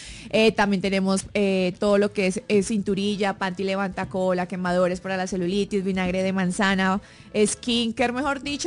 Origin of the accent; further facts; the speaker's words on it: Villavicencio, Meta, Colombia; Soy de Villavicencio.